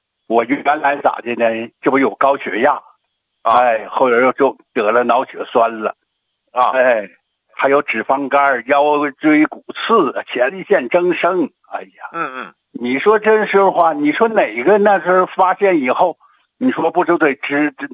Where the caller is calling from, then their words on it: Shenyang, Liaoning, China; 陈老师啊，我是沈阳的浑南的。